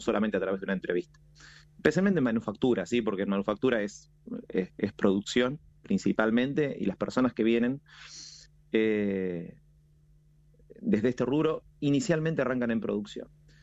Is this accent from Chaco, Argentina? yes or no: no; Coronel Suárez, Buenos Aires Province, Argentina; now in Buenos Aires, Argentina; yo no soy de acá de Buenos Aires, soy del interior, cerca de Sierra Ventana de Coronel Suárez. Entonces, venir a Capital, una ciudad mucho más grande, también era un panorama diferente para mí.